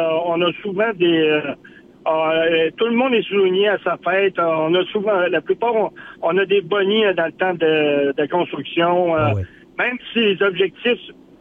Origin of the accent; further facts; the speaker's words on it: Charlevoix, Quebec, Canada; moved away; j'ai une résidence secondaire à Charlevoix. Moi, je suis originaire de Charlevoix.